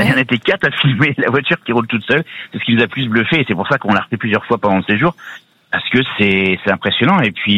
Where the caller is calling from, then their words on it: Bourgogne-Franche-Comté, France; De Saône-et-Loire.